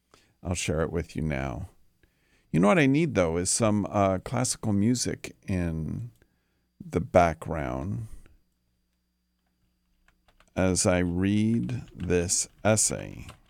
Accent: Washington, District of Columbia, United States; I was a child growing up in Washington, D.C.

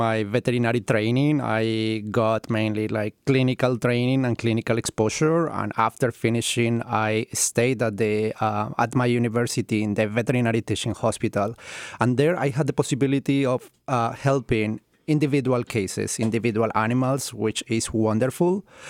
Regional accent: Cundinamarca, Colombia; moved away as an adult; now in United States; I'm originally from Colombia and I grew up in a small town close to Bogota, that is the capital. And since I was a child, I was surrounded by farm animals.

